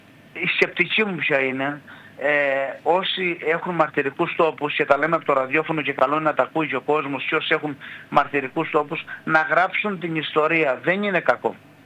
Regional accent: Crete, Greece

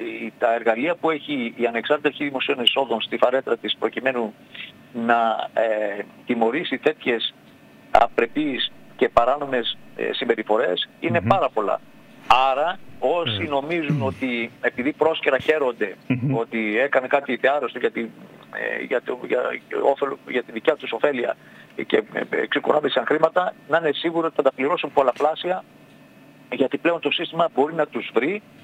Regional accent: Spetses, Attica, Greece; Και εγώ νησιώτης είμαι, εγώ κατάγομαι από τις Πέτσες.

